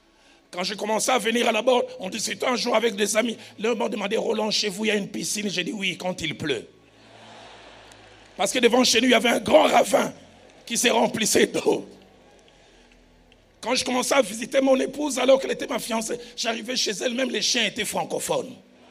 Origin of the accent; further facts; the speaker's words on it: Lausanne, Vaud, Switzerland; J'ai grandi à Lausanne.